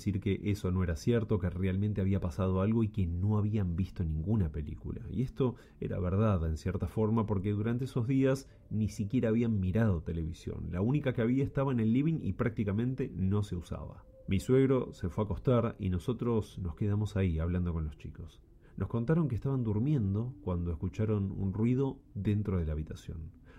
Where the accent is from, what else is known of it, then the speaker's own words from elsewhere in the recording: San Isidro, Buenos Aires Province, Argentina; now in San Fernando, Argentina; Yo en realidad soy de San Isidro.